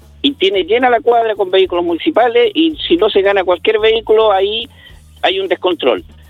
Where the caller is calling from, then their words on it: Chile; ¿Somos chilenos de primera y segunda categoría?